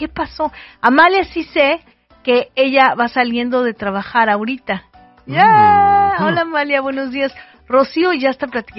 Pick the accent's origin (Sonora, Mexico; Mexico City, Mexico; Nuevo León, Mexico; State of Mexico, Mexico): Mexico City, Mexico; en mi pueblito tiembla mucho, en la Ciudad de México.